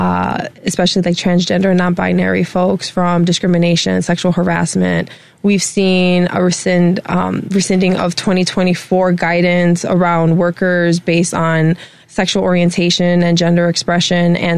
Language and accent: English; New York, United States; also born or lived in Chicago; I was born in New York, Washington Heights. Shout out to them. Go Knicks. Knicks and Five. Yeah. So I'm originally from New York.